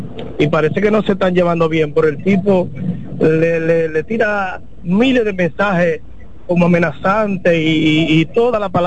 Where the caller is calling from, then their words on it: Santo Domingo Este, Santo Domingo, Dominican Republic; Santo Domingo Este, Mendoza.